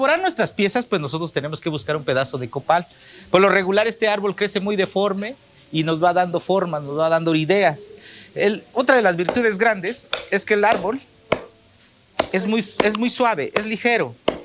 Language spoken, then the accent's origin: Spanish; San Martín Tilcajete, Oaxaca, Mexico; Quiero decirle que en Oaxaca, especialmente en mi pueblo, nosotros adoramos los elementos.